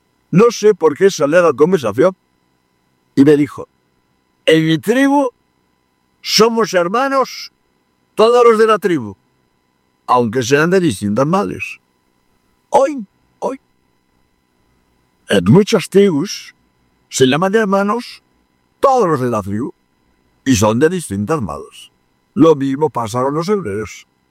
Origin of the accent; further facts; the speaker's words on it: Barcelona, Catalonia, Spain; born there; moved away; Yo soy de la provincia de Andalucía y soy catalán, nací en Barcelona.